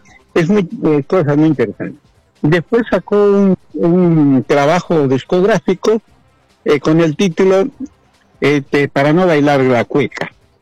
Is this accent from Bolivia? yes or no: yes; Bolivia; moved away